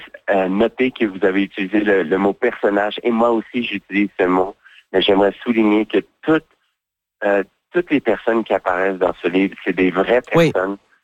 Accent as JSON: {"language": "French", "town": "Montreal", "region": "Quebec", "country": "Canada", "tie": "born or raised there", "said": "moi, je suis originaire de Montréal et je suis un des Canadiens"}